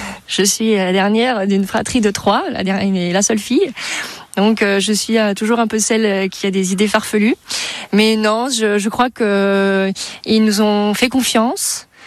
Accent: Vivier-au-Court, Grand Est, France; moved away; moi j'ai grandi à Vivy-au-Court, donc pas très loin d'ici. Et puis après, je suis pas mal partie, mais ma famille est restée dans les Ardennes.

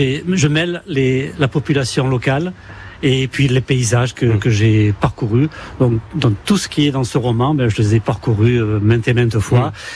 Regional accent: Beausoleil, Provence-Alpes-Côte d'Azur, France; D'abord, moi j'ai découvert la montagne, je suis originaire de Beausoleil, et j'ai découvert le Mercantour, j'avais l'âge de 12 ans.

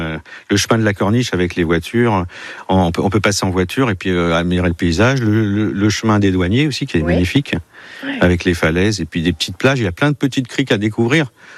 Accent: Île-de-France, France; On vient des Yvelines.

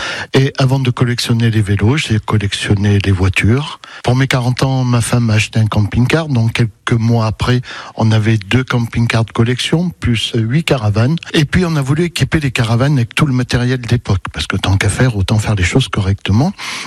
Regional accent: Limoges, Nouvelle-Aquitaine, France; born there; also born or lived in Paris region; now in Arnac-la-Poste, France; Et nous étions en région parisienne et je suis né à Limoges. Donc je suis revenu dans ma région

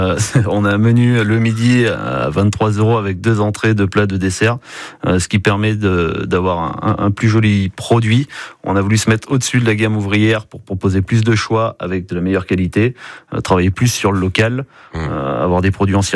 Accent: Joze, Auvergne-Rhône-Alpes, France; moi je suis du village à côté, mais je suis un enfant du pays, je suis de Josse.

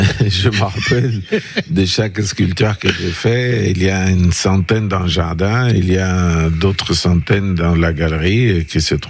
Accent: Egypt; moved away as an adult; also born or lived in Paris; now in France; j'ai grandi en Égypte et j'ai fait l'école de Beaux-Arts Alexandrie. Et quand je suis venu en France, j'ai travaillé mes premières sculptures à Paris. Pendant 25 ans, on était à Paris.

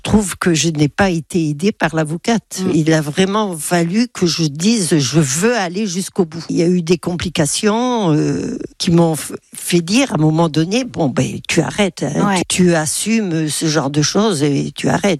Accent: Massif Central, France; now in Cambo-les-Bains, France; j'ai 79 ans, je suis originaire du Massif Central.

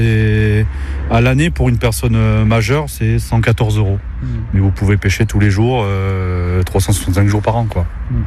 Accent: Bordeaux, Nouvelle-Aquitaine, France; Mais après, moi, ça fait un mois que que j'ai déménagé. Je viens de Bordeaux, moi, à la base.

